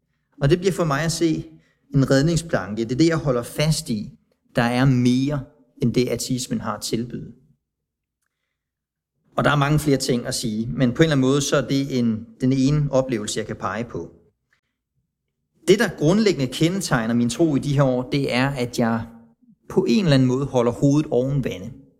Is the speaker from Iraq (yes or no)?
no; Tanzania; Fordi jeg er vokset op i Tanzania.